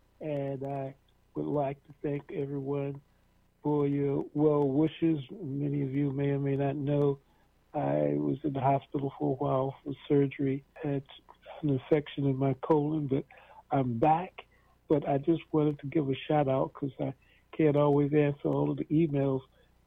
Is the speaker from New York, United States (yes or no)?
yes; New York, United States; I grew up on Compton Avenue on 133rd Street.